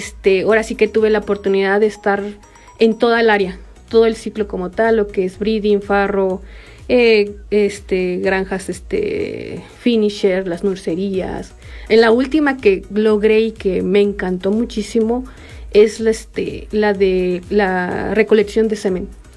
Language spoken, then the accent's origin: Spanish; El Meje, Hidalgo, Mexico; esto ya es más de parte de la comunidad donde soy yo, del Meje, del municipio del Arenal